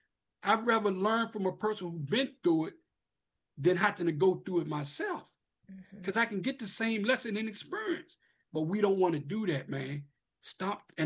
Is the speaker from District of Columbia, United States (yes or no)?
yes; Washington, District of Columbia, United States; I grew up in Eastgate on Benner Road, you know, 5017 Drake Place.